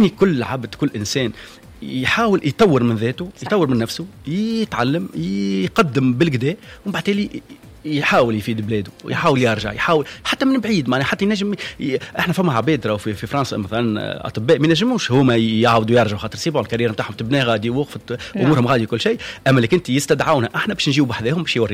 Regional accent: Tunisia; also born or lived in France; خيرنا اللي تونس خير ونقدموا الاضافه في بلادنا

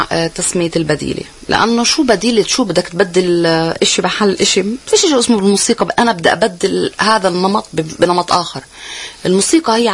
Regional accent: Palestine; ولدت بفلسطين تحت الاحتلال كل حياتي تحت الاحتلال

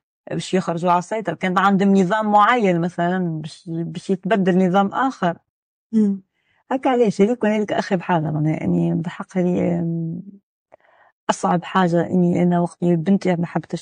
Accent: Tunisia; احنا مجتمع تونسي

